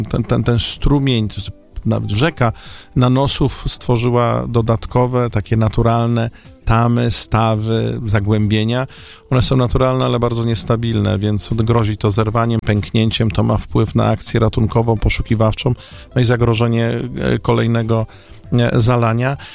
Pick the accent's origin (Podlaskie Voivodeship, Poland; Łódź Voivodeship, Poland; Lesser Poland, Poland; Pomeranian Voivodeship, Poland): Łódź Voivodeship, Poland; Łódź; Pamiętam odsetek osób w 97 roku, jestem z Łodzi